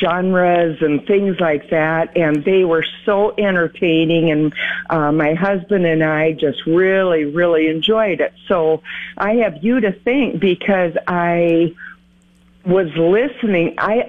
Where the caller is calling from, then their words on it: Sioux Center, Iowa, United States; from Sioux Center, Iowa.